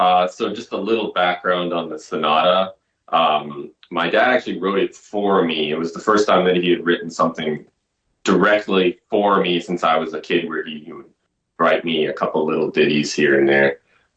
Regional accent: Manitoba, Canada; Really, everybody growing up in Manitoba knows this idea, you know, that vast expanse, both in summer and the sort of the clarity of the cold in the deep winter.

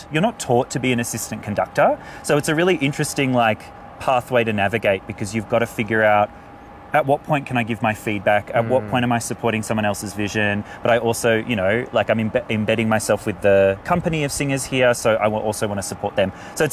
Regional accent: Australia

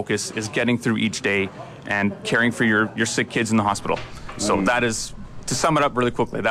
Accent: Blumenort, Manitoba, Canada; For one thing, we're local. We're from Bloemenort here.

